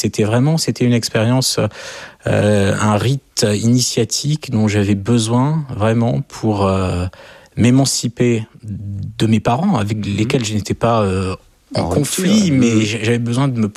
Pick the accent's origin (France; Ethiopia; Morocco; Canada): France; Je suis français, je vis en France.